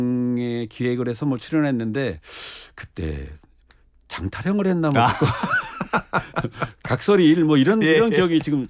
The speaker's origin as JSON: {"language": "Korean", "region": "Seoul", "country": "South Korea", "tie": "born or raised there", "said": "저는 나기도 자기라기도 다 서울에서 하긴 했는데 저희 집안이 전부 다 전라도 익산 분들이세요. 그래서 저는 제가 사투리를 쓰는지 몰랐어요."}